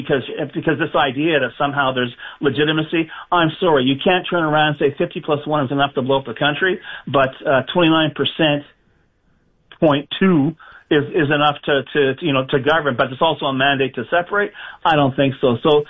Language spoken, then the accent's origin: English; Canada; And as a Canadian, we all have skin in the game